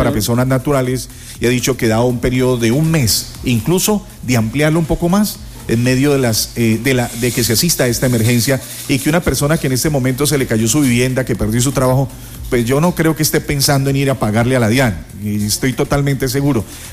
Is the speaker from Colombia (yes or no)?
yes; Colombia; Todos somos colombianos